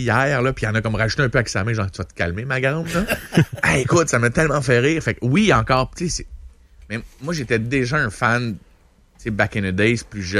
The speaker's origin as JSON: {"language": "French", "town": "Repentigny", "region": "Quebec", "country": "Canada", "said": "Tu sais, j'étais de Repentigny à l'époque, mais je suis encore de là, mais j'habite plus là, non?"}